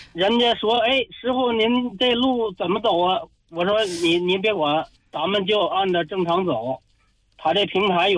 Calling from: Tangshan, Hebei, China; 我就是唐山的一名出租那个滴滴司机

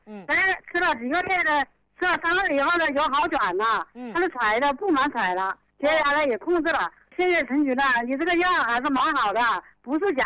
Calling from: Wuhan, Hubei, China; 我是武汉市的人呢。

